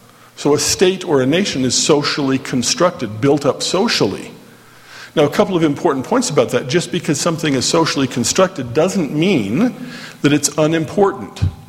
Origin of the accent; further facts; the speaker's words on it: Orem, Utah, United States; and I grew up here in Orm, so I know it was just a little bit south of there, right about in there. That's where we live.